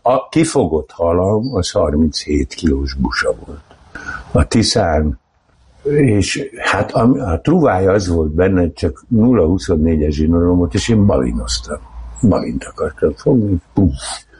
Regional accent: Tatabánya, Komárom-Esztergom, Hungary; born there; Igen, ott születtem, De valójában nem tatabányaiak vagyunk, hanem az Üllői út 105-ben volt a lakás

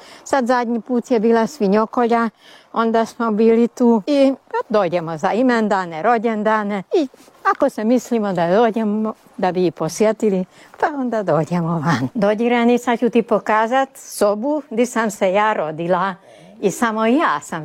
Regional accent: Udvar, Baranya, Hungary; moved away as an adult; Ja sam se tu rodila u Udvaru i u onoj kući kuda budemo ušli. Tamo sam se jedino ja rodila i na to sam ponosna, jer nisam se u bolnici rodila, već kod kuće. I meni je bilo lijepo. Moje djetinjstvo tu u Udvaru

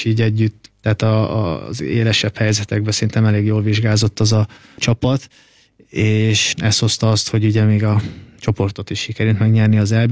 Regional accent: Győr, Győr-Moson-Sopron, Hungary; győri vagyok

